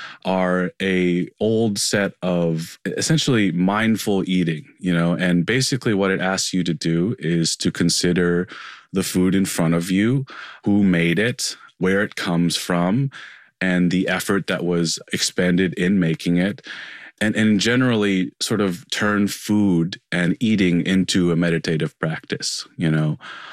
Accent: Tennessee, United States; You know, I grew up in Tennessee and among a lot of sort of evangelicals and people handing me a Bible at inopportune times.

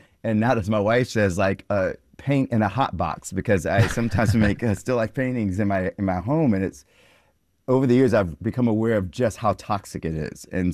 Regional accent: South Carolina, United States; Yeah, I did. I grew up in South Carolina

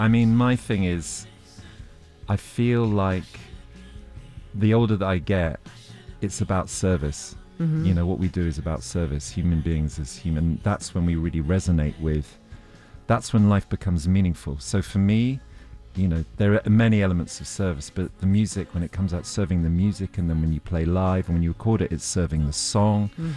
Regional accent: South East England, United Kingdom; I'm a British man from Oxfordshire.

